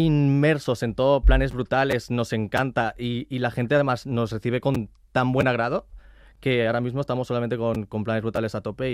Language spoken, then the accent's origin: Spanish; Madrid, Community of Madrid, Spain; No, yo sí soy de Madrid, Alejandro es de Córdoba